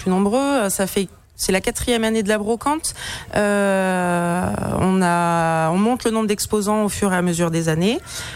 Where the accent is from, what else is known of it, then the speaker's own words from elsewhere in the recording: Saint-Clément, France; Après je suis née dans ce village. Je suis d'ici de Saint-Clément depuis que je suis toute petite.